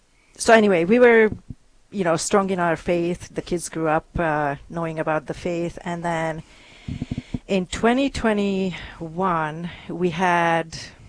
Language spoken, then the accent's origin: English; Hungary; now in Sioux Falls, United States; I live in Sioux Falls originally. I'm from Hungary. I've been in the U.S. now 28 years, and in Sioux Falls about 23 of those. I grew up in a Protestant household